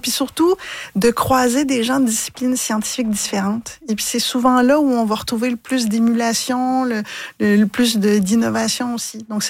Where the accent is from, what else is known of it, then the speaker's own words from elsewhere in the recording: Trois-Rivières, Quebec, Canada; Oui, je suis une diplômée de l'UQTR. J'ai grandi à Trois-Rivières. Donc, c'est un moment, je dirais, particulier pour moi d'y revenir.